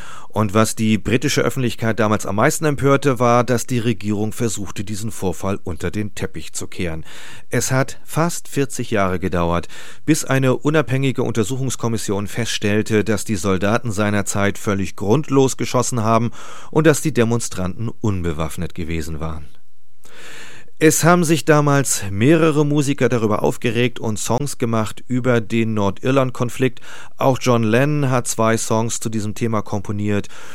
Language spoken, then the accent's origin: German; Northern Germany, Germany; als Norddeutscher ist man ab und zu mal geneigt, diesem Slogan zuzustimmen